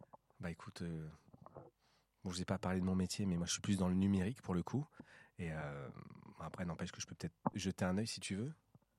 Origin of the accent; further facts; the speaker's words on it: south of France, France; accent: southern French; j'ai l'accent du sud qui revient.